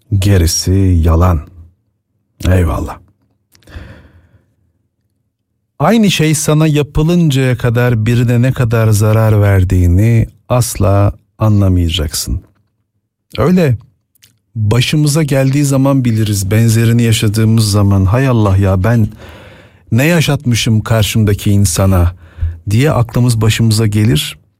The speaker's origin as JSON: {"language": "Turkish", "town": "Bandırma", "region": "Balıkesir", "country": "Turkey", "tie": "born or raised there", "said": "Bandırma'ya, memleketime selam olsun."}